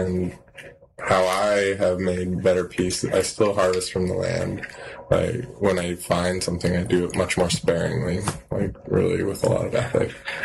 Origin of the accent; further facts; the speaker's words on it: Fairbanks, Alaska, United States; also born or lived in Mentasta; I grew up in Fairbanks, kind of split between the two, Fairbanks and Mentasta, the village that my family's from. And so growing up, well, we lived on the fringe of Fairbanks, and so I was like really far out, kind of on the hill.